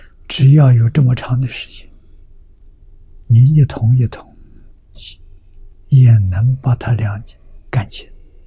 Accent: China

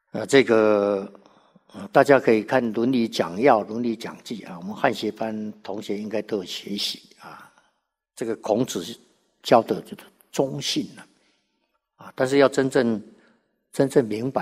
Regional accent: China; 我们中国人

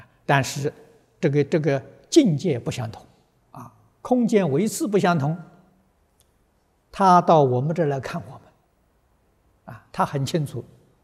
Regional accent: China; also born or lived in United States; now in Australia; 我们从中国移民到美国，这就是换一个身体还可以换个身份。我们中国的国籍不要了，就拿一个美国的国籍，就换一个身份了。

